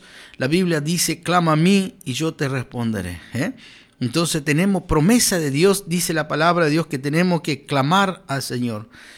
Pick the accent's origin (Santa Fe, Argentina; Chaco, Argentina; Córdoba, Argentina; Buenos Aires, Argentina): Chaco, Argentina; Villa Ángela; Nosotros hace 24 años atrás veníamos de una familia muy, pero muy acarenciada, muy pobre, de la provincia de Chaco.